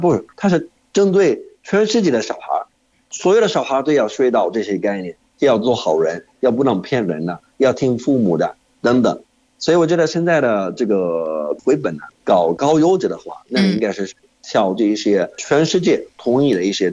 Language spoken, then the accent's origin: Chinese; Jordan; Chinese is a second language; 我是来自约旦的